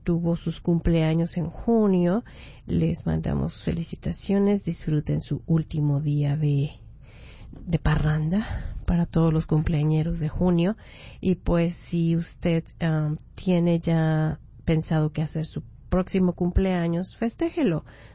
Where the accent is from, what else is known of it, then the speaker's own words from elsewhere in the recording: Mexico; Las personas que somos de México, pues entendemos la pérdida material y la pérdida de personas en este tipo de catástrofes.